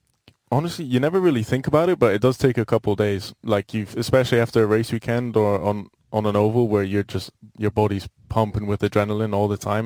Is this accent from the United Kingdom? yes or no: yes; Aberdeen, Scotland, United Kingdom; Yeah, I grew up in Aberdeen, Scotland